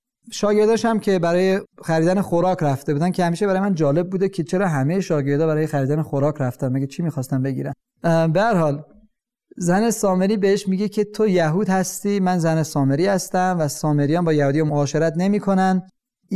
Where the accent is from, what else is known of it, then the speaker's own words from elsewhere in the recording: Iran; منم ایرانی هستم